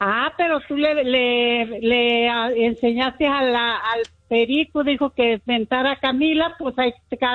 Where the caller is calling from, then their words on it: Los Angeles, California, United States; De acá de North Hollywood.